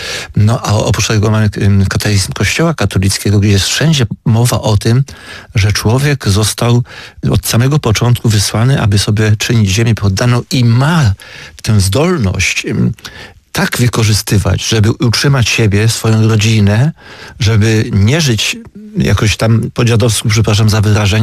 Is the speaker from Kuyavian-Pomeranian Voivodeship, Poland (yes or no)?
no; Szczedrzyk, Opole Voivodeship, Poland; ja ze wsi pochodzę, ze Szczedrzyka, to jest nad Jeziorem Turawskim